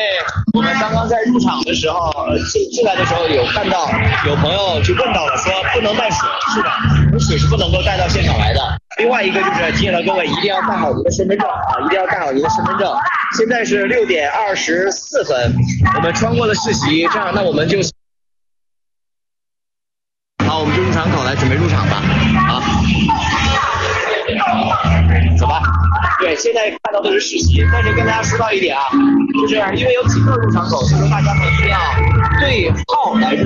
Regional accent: Yichang, Hubei, China; 它其实是咱们宜昌人夏季消暑的必备

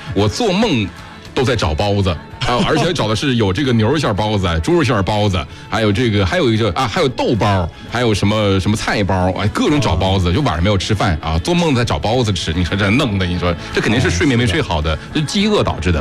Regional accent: Yichang, Hubei, China; 咱们宜昌老百姓

